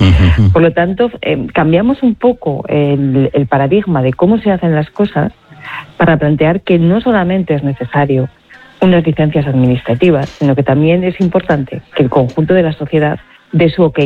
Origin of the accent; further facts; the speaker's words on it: Aragon, Spain; yo soy aragonesa